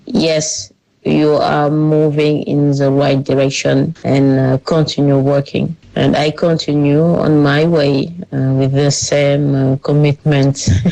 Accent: Senegal; accent: French; English is a second language; It is not my first language, but the participants were very kind. What matters most to me? It was able to use my voice, even with my French accent, to bring the experience of Senegalese women into an international academic space.

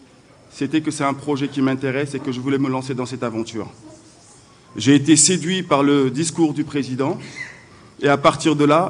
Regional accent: Dakar, Senegal; born there; moved away; je suis né ici à Dakar, mes parents sont nés à Dakar, toute ma famille, mon histoire est ici à Dakar.

